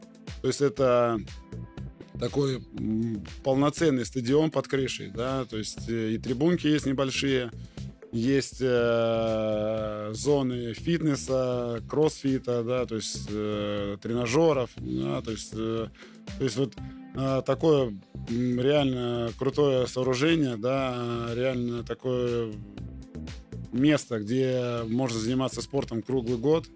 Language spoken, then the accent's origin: Russian; Chișinău, Moldova; also born or lived in Yoshkar-Ola, Russia; Я родился в Йошкар-Оле, но долго там не жил. Прожил буквально чуть-чуть до того, как уехали с родителями и с сестрой в Кишинев. Потом учился в Йошкар-Оле полтора года.